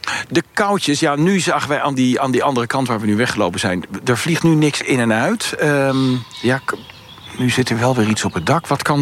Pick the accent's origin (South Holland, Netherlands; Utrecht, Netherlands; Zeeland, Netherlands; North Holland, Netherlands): South Holland, Netherlands; Leiden; Ik kom uit Leiden